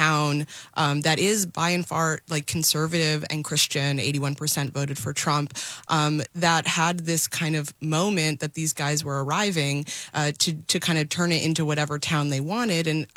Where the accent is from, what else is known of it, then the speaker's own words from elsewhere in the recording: Nashville, Tennessee, United States; Yeah, I'm from Nashville, so this is, you know, an hour and a half away.